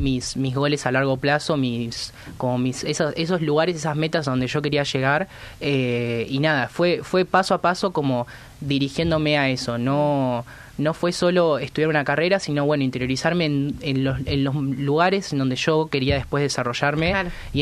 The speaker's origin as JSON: {"language": "Spanish", "town": "Puerto Madryn", "region": "Chubut", "country": "Argentina", "tie": "born or raised there", "said": "nacido y criado en Puerto Madryn. Nací en 2003, fui a la escuela 42 en Barrio Sur, después fui a la FAPE."}